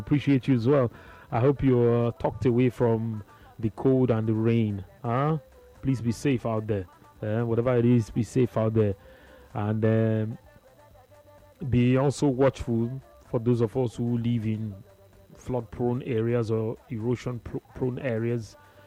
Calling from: Ifo, Ogun, Nigeria; from Ifo, Ogun State.

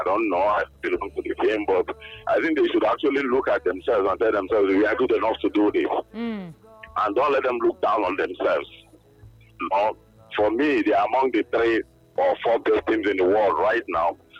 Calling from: Lagos, Nigeria; I'm calling from Lekki.

